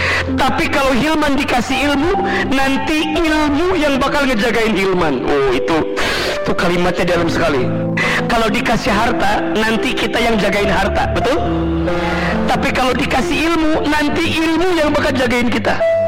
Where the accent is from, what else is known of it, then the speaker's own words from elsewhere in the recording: Garut, West Java, Indonesia; Saya bilang, "Gak mungkin mah, kita orang Garut. Garut ke Jakarta dulu 8 jam, 7 jam. Rasanya gak mungkin."